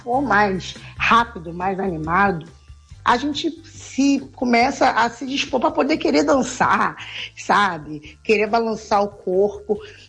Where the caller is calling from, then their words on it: Belford Roxo, Rio de Janeiro, Brazil; sou de Belfor Roxo, da Igreja Ministério Heróis da Fé.